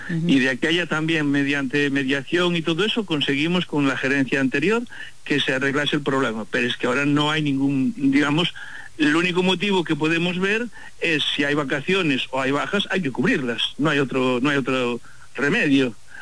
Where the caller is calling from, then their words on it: Pontevedra, Galicia, Spain; Desde Pontevedra.